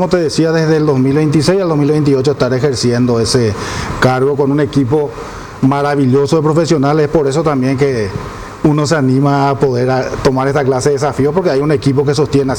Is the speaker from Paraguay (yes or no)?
yes; Paraguay; estamos conectados como seres humanos, como paraguayos en este caso